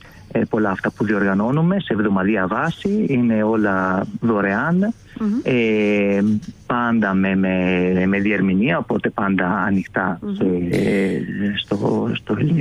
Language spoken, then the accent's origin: Greek; Italy; Greek is a second language; moved away as an adult; now in Greece; εγώ θα πω ότι είμαι Βέρος Ιταλός